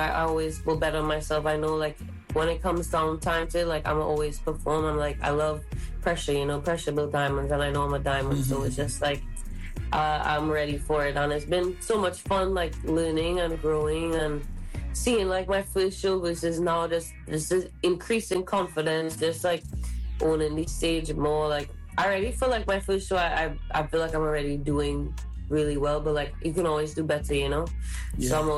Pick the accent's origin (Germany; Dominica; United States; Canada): Dominica; also born or lived in Trinidad and Tobago / Barbados; like, I'm mixed because I'm from Trinidad. My dad's from Dominica. And, you know, there's no... Dominica is really not getting that shine from bouillon music, you know. And I grew up in Dominica.